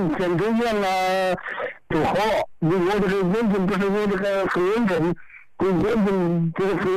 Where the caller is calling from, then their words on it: Baokang, Hubei, China; 我是湖北保康县芝麻镇浪坡村